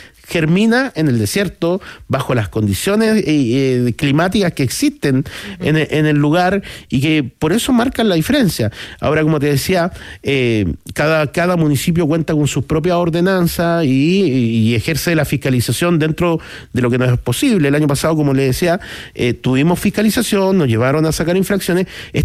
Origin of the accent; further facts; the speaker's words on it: Vallenar, Atacama, Chile; also born or lived in Viña del Mar; Vallenarino empedernido, yo soy nacido, criado, me fui a estudiar fuera, a Viña del Mar, pero volví y quiero morirme en mi tierra, no me gustaría nunca irme de Vallenar